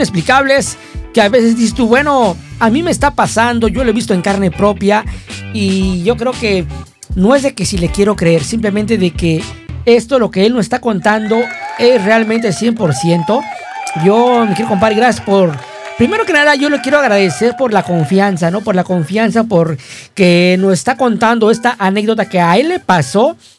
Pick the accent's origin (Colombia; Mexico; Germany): Mexico; Cuautla, Morelos; now in Staten Island, United States; de donde soy yo, de Cuautla, Morelos